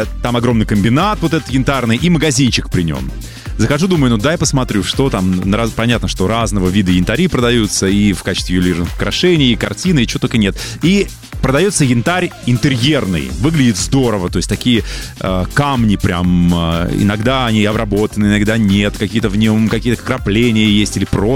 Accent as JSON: {"language": "Russian", "town": "Kaliningrad", "region": "Kaliningrad Oblast", "country": "Russia", "tie": "born or raised there", "said": "Я тут из Калининграда вернулся не так давно. Моя родина, поэтому периодически наведываюсь туда и семью проведать, родителей."}